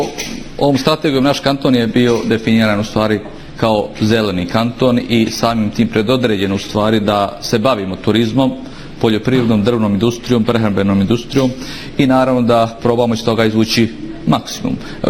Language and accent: Bosnian; Velika Kladuša, Federation of Bosnia and Herzegovina, Bosnia & Herzegovina; Ja dolazim iz Velike Kladuše, tu zaista nedostaje smještajnih kapaciteta